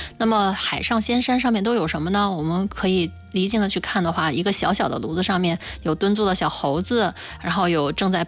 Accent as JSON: {"language": "Chinese", "country": "China", "said": "玉很是我们中国人喜欢的这种有吉祥寓意的石头"}